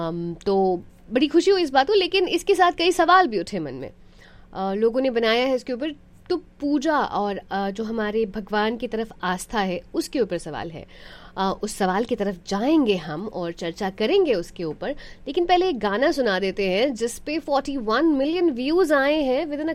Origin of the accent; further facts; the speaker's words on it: Bihar, India; मैं बिहार से हूँ, बिहारी हूँ